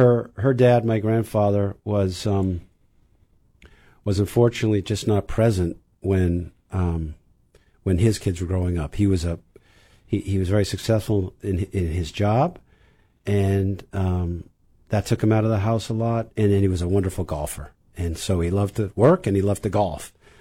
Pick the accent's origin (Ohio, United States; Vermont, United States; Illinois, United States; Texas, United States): Vermont, United States; Burlington; I grew up in Burlington, Vermont.